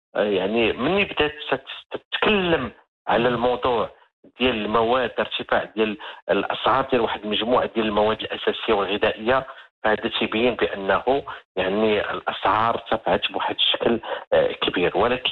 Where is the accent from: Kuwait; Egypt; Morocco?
Morocco; accent: Moroccan Darija; سوف أعتمد على دارجتنا المغربية